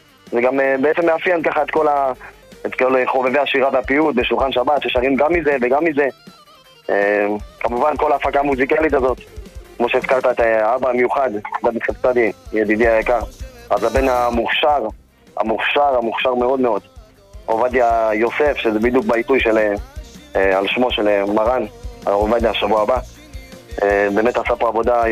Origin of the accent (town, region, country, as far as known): Beit Shemesh, Jerusalem District, Israel